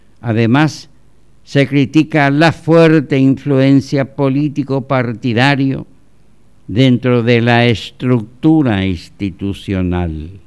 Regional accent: Paraguay

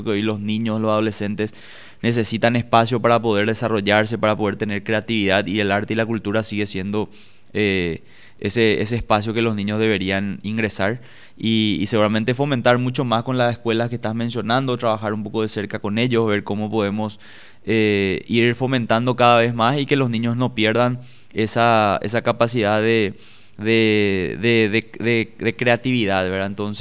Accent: Ybycuí, Paraguarí, Paraguay; somos de Bicuí, mi madre es de Bicuí, venimos de eso.

